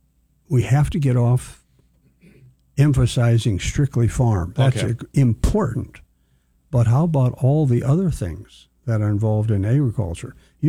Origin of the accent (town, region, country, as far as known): Herman, Minnesota, United States; born or raised there